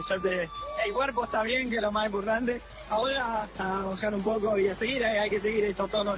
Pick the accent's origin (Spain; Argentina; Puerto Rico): Argentina; vivir esto en este ambiente como argentino.